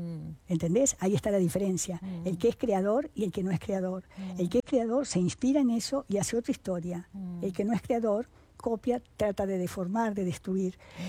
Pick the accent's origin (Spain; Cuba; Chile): Cuba; Yo soy cubano, soy abogado, yo no.